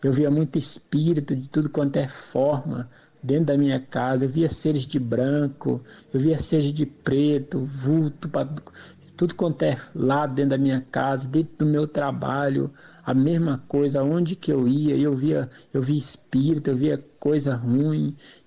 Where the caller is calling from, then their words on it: Inhumas, Goiás, Brazil; Sou aqui da cidade de Inhumas, Goiás.